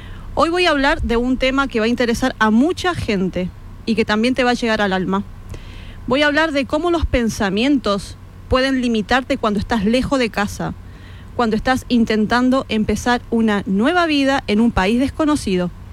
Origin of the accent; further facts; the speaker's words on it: Mendoza, Argentina; moved away as an adult; now in Spain; Yo soy argentina y recuerdo que en mi país, específicamente en Mendoza, que es mi provincia